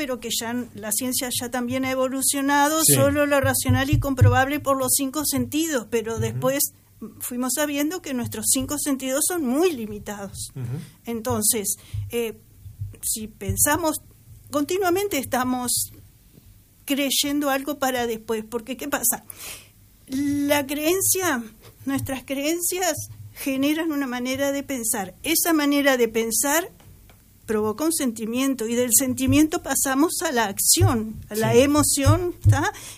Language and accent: Spanish; Juan Lacaze, Colonia, Uruguay; Cuando yo a mis 8 años, viviendo en Juan Lacase, yo nací en Juan Lacase